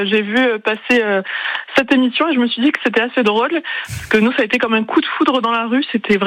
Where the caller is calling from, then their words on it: Toulouse, Occitanie, France; Non, moi, je suis toulousaine